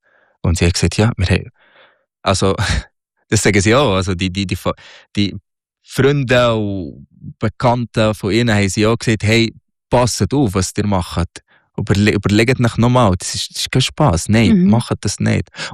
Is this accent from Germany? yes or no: no; Egypt; now in Switzerland; Ja, ja, ja, natürlich. Natürlich, das ist mein Heimatland.